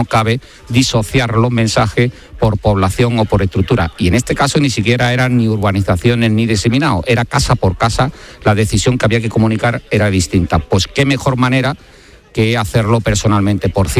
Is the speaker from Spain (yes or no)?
yes; Cádiz, Andalusia, Spain